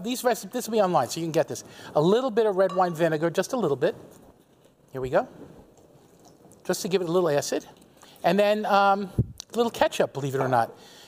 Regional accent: New York City, New York, United States; I grew up in Astoria, Queens, down the stairs from the house that we lived in, my grandparents' house, Northern Boulevard and 46th Street.

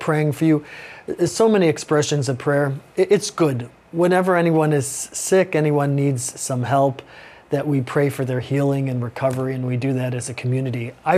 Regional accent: Chicago, Illinois, United States; I'm from Chicago, so I had family and friends who attended that particular baseball game

